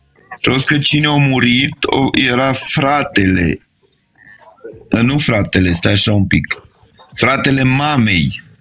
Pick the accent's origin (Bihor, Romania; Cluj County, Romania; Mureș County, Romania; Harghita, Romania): Mureș County, Romania; Sighișoara; Nem, én Segesvárt vagyok, Segesvári vagyok.